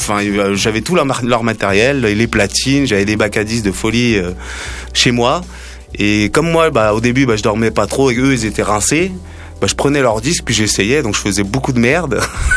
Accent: Paris, Île-de-France, France; also born or lived in Seine-et-Marne; Moi je suis parisien

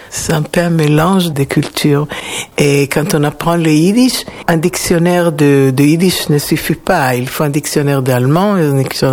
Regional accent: Israel; accent: Hebrew-influenced; French is a second language; comme je parle, mon accent est influencé par l'hébreu.

